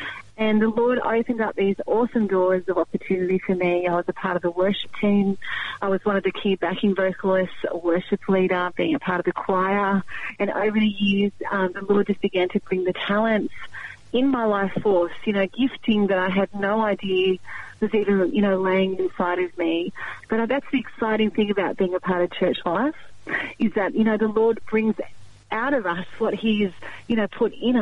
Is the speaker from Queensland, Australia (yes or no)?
no; Sydney, New South Wales, Australia; I was raised in Sydney. So in the southwest area, I grew up in a broken family of a mum and stepfather and my dad.